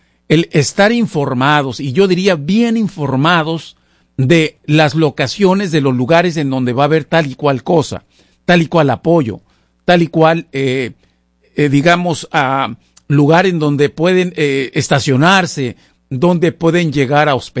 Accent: Mexico; al lugar donde hemos nacido, principalmente que es nuestro propio país de origen, obviamente. se los digo como mexicano

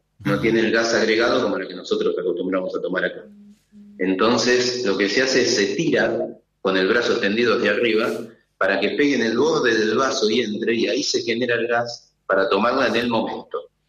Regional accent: Argentina; born there; Yo soy gastronómico, hijo de asturiano, nacido en Argentina, padre y madre asturiano

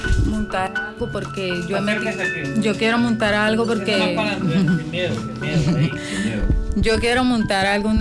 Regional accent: Barranquilla, Atlántico, Colombia

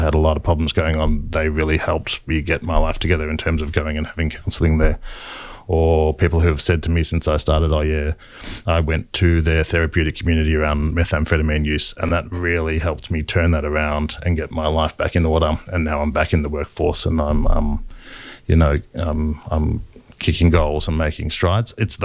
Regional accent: Melbourne, Victoria, Australia; I grew up in Melbourne, but in the eastern suburbs, and a lot of my extended family are from the country.

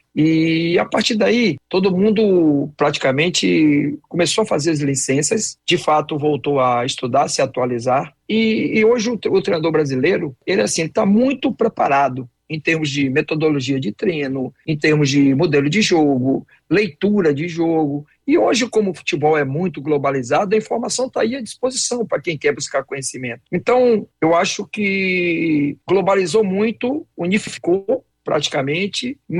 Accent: Salvador, Bahia, Brazil; nesse momento eu estou em Salvador, né? Que é a minha cidade natal, é a minha base, né? Quando eu estou sem clube, sem trabalhar, geralmente eu fico em Salvador, próximo aqui à minha família.

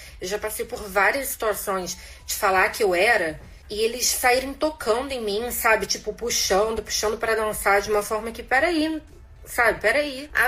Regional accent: Brazil; tenho vergonha de falar que eu sou brasileira

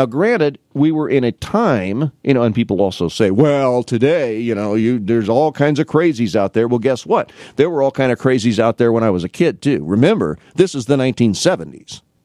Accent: Canton, Illinois, United States; I grew up in Canton, as you know from listening to the show.

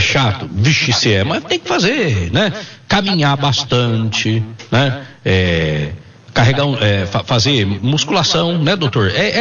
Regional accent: Minas Gerais, Brazil; Eu sou mineiro, né?

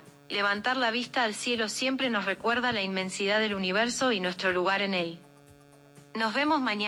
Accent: Argentina; la argentina más mexicana.

